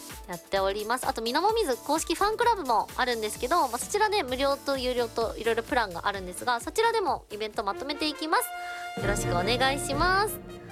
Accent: Yamanashi, Japan; こちらもぜひ山梨、私の地元でございます、遊びに来てくれたら嬉しいです

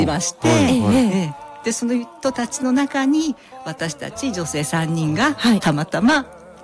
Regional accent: Niigata, Japan; also born or lived in Tokyo; now in Hanawa, Japan; 私は新潟県は三代港高原っていうところで、はい、現在は三代港市になっておりますけども

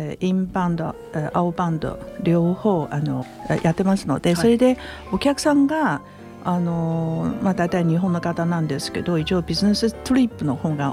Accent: Taiwan; Japanese is a second language; moved away as an adult; now in Japan; 台湾の出身なんですけど、大学卒業したら日本に参りました。もう早いんですね、47年も日本にいました。

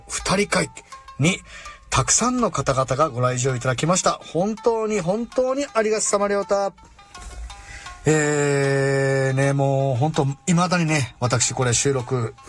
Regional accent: Urakami, Kagoshima, Japan; そして私の地元浦上町の浦上青少年団の8月踊り

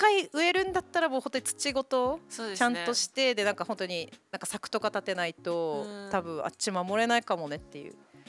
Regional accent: Okinawa City, Okinawa, Japan; 私は沖縄市の人間なんで、このミュージックタウンの前のガジュマルは本当にもう沖縄市のシンボルみたいな。

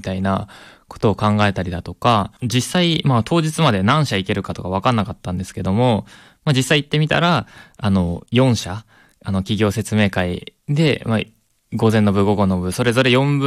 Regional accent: Isesaki, Gunma, Japan; now in Kanazawa, Japan; 僕の出身である、まあ、群馬県伊勢崎市

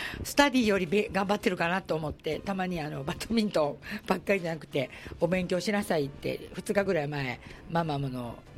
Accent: Osaka, Japan; 若干ね私も大阪人なのでズケズケと

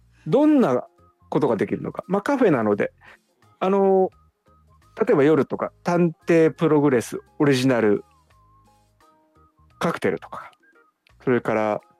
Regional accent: Tokyo, Japan; 東京の池袋、まあ、僕が生まれ育った町ですね

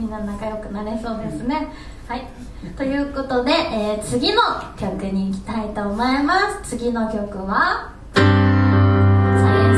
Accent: Tochigi, Japan; now in Tokyo, Japan; 私はね、栃木から来たおのぼりさんっていうの、言い方古いかな、まあとりあえず東京憧れ人間で東京に来たので

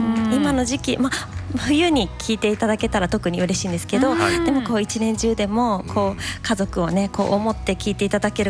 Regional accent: Nagaoka, Niigata, Japan; そして最後は私の地元新潟県の長岡の音楽食

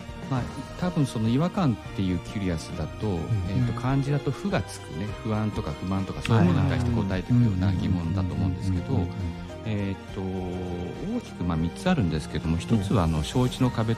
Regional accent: Meguro, Tokyo, Japan; 私目黒区出身で、まあ、中目黒が近いんですけども、

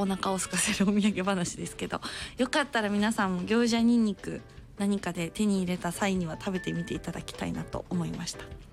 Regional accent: Fukuoka, Japan; born there; moved away; あの実家だったので、あの待ってるかなと思って帰ったんですけど、それでも5軒あの博多と役員の町で同窓生たちと飲んでおりました

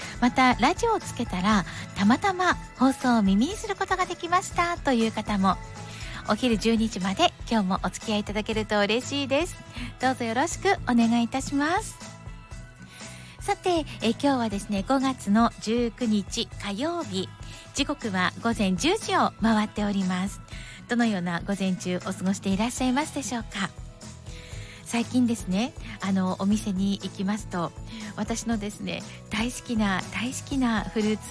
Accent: Yamagata, Japan; 私やっぱりあの地元山形 の、ね、あの名産ということもありますので

